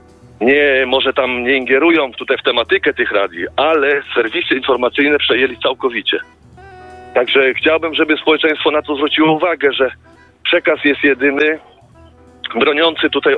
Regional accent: Gdynia, Pomeranian Voivodeship, Poland; born there; now in Bydgoszcz, Poland; Ja ogólnie urodziłem się w Gdyni, mieszkam w Bydgoszczy teraz obecnie

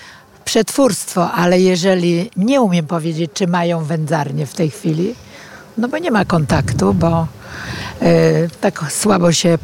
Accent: Gdynia, Pomeranian Voivodeship, Poland; born there; też się urodziłam w Gdyni. Do tej pory mieszkam w Gdyni.

